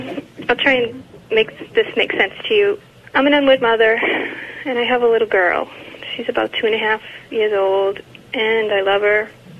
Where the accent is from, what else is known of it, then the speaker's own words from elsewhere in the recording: Massachusetts, United States; I'm from Massachusetts.